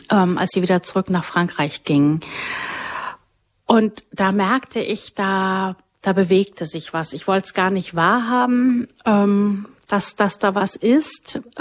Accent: Bavaria, Germany; Berufsbedingt durch meinen Mann kam hier ins Rheinland. Das war mir als Bayer irgendwie alles ganz fremd.

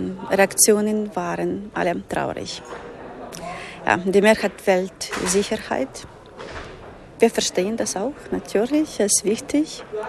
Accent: Ukraine; German is a second language; Für mich als Ukrainerin ist das etwas, was wir jeden Tag machen.

